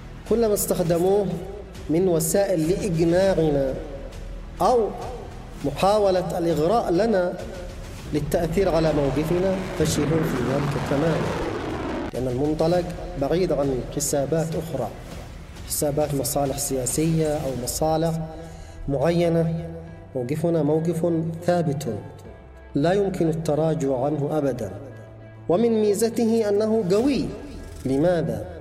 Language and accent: Arabic; Yemen; نحن كشعب يمني